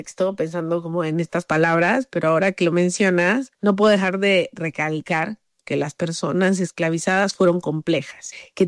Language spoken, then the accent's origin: Spanish; Colombia; now in Mexico